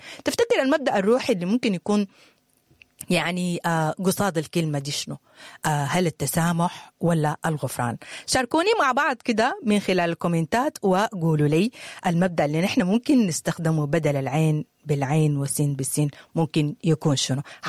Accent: Sudan

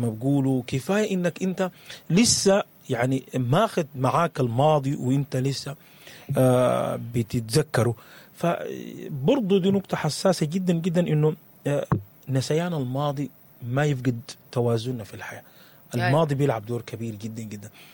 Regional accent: Sudan; احنا محتاجين نتزن في شنو كسودانيين

